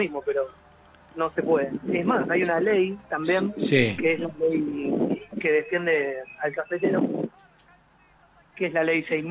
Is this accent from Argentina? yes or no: yes; Argentina; somos el argentino